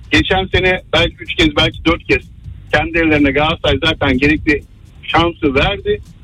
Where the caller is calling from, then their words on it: Istanbul, Turkey; İstanbul'dan bağlanıyorum.